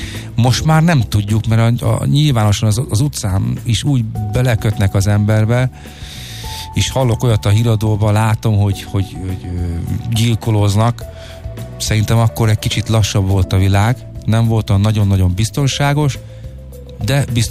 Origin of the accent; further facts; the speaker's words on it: Budapest, Hungary; a 8. kerület, én a 8-ban nőttem fel, a 8. kerületi fiatalok ismertük egymást.